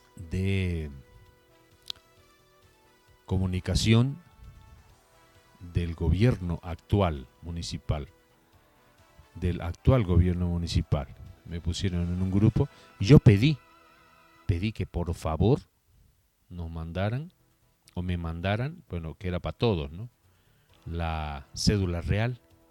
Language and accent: Spanish; Vallegrande, Santa Cruz, Bolivia; born there; Yo nací en la ciudad de Jesús y Montesclaro.